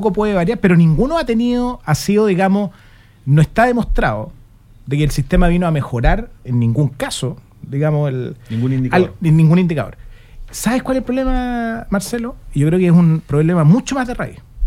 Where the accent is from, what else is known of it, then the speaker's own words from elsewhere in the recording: Santiago, Santiago Metropolitan Region, Chile; yo soy de Santiago. Hice mi educación en Santiago.